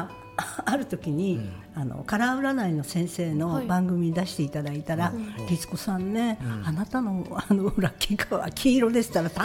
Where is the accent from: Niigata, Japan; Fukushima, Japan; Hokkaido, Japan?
Hokkaido, Japan; Sapporo; moved away as an adult; うちのおばあちゃんね青森県出身なのね、うん、でお母ちゃんと私が札幌で生まれ育ったんですけれども